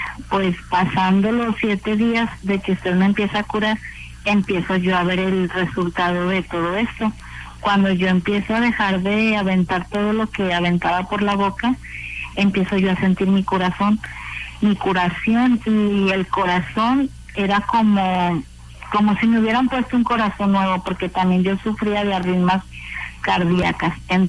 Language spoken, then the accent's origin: Spanish; Ciudad Guzmán, Jalisco, Mexico; now in Los Angeles, United States; Yo soy originaria de Ciudad Guzmán